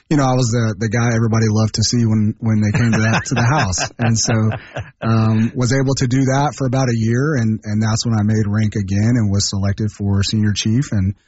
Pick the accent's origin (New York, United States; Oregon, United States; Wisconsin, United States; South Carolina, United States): South Carolina, United States; moved away as an adult; now in Minnesota, United States; From there, we actually went down to South Carolina. We covered our hometown.